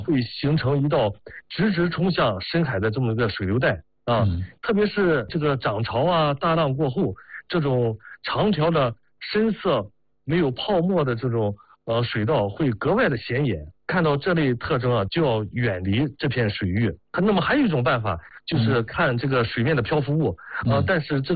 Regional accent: Qingdao, Shandong, China; 因为我在青岛在海边长大

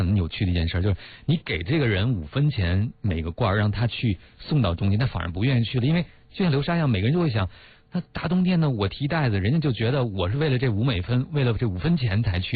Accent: China; 我们中国人

